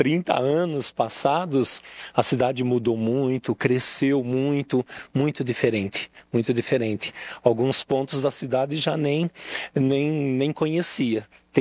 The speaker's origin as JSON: {"language": "Portuguese", "town": "Matão", "region": "São Paulo", "country": "Brazil", "tie": "born or raised there", "moved": "as an adult", "said": "Eu saí de Matão no ano de 1991, quando eu fui para o seminário."}